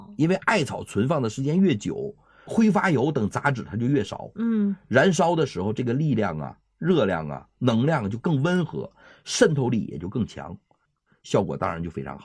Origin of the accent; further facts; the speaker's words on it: China; 我们中国人